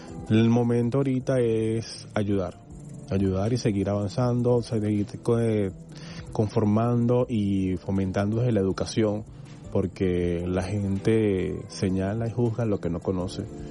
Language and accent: Spanish; Venezuela; como venezolano, en creer en este país